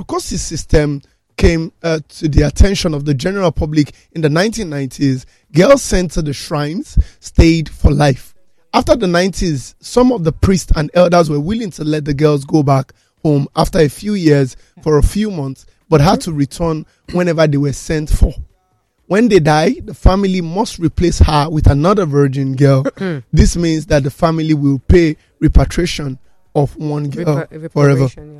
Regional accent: Ondo, Nigeria; That's how we greet ourselves in Ondo.

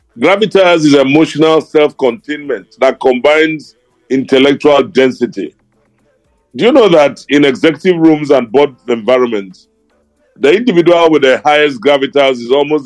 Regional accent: Nigeria; We are Nigerians and we are from Nigeria.

